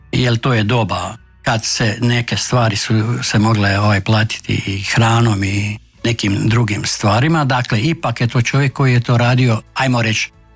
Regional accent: Ivankovo, Vukovar-Srijem County, Croatia; kod nas u Ivankovi je to najčešće bio krave.

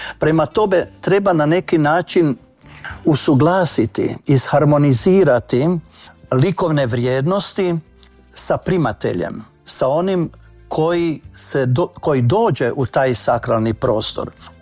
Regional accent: Croatia; a budući da sam rodom iz Novog Kvirja, tada je se gradila crkva, 70. godine

